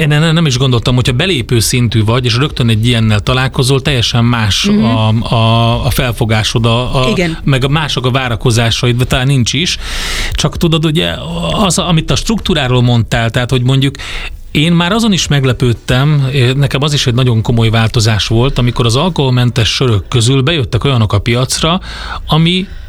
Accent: Szekszárd, Tolna, Hungary; moved away; én szekszárdi vagyok eredetileg

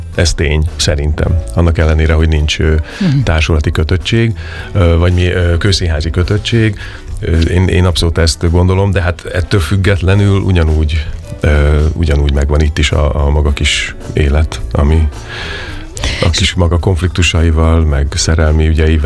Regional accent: Debrecen, Hajdú-Bihar, Hungary; Nem, én debreceni vagyok, debreceni de én vagy. A főiskola után mentem a színművészeti után Szegedre.

